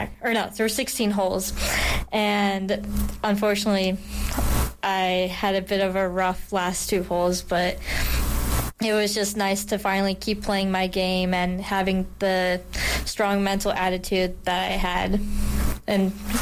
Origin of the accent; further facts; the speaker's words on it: Chicago, Illinois, United States; since I'm from Chicago, I should be used to the Windy City and the wind